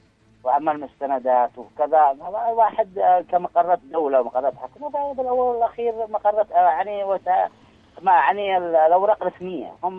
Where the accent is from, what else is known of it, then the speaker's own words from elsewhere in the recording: Taiz, Taiz Governorate, Yemen; بالنسبة للمواطن احنا متواصلين، احنا أبناء تعز بكل واحد مع أهل في المدينة